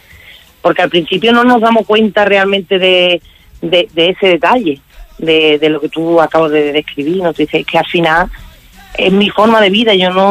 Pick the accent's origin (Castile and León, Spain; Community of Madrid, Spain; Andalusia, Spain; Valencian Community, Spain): Andalusia, Spain; El Rocío; Soy nacida y criada en El Rocío. Mi familia, la mitad está en El Rocío y la mitad en Almonte, ¿no? Que realmente somos todo de donde mismo.